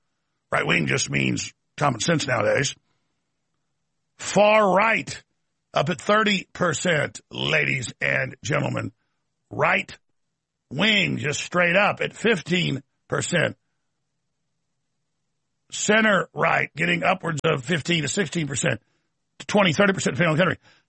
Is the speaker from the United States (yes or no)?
yes; United States; as an American